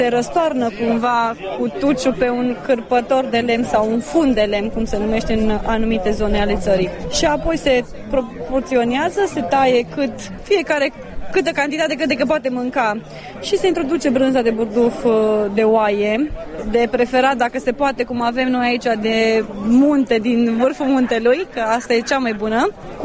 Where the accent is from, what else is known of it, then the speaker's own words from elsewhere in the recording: Băișoara, Vâlcea County, Romania; suntem din Băișoara, județul Vâlcea.